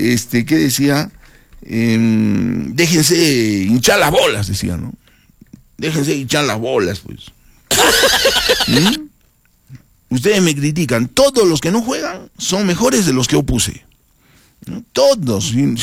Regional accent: Arequipa, Peru

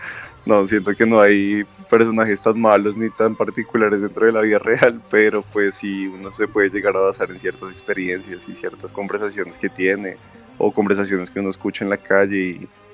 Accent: Colombia

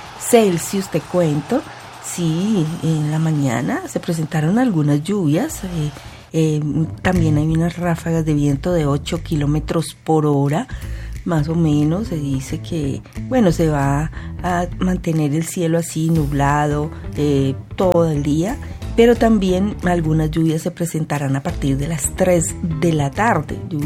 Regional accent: Colombia; esto también nos une como país, nos une como colombianos, como compatriotas

